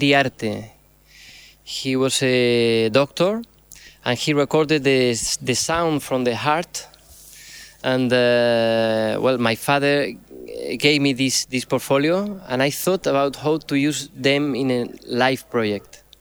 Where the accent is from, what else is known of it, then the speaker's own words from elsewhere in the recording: Galicia, Spain; I came from Galicia and I play an old instrument, the hurdy-gurdy.